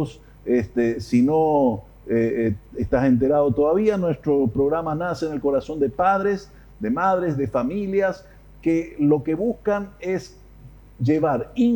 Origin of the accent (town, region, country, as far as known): Paraguay